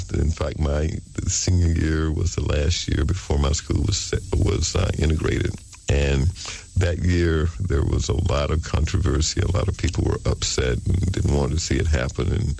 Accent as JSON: {"language": "English", "town": "Mobile", "region": "Alabama", "country": "United States", "tie": "born or raised there"}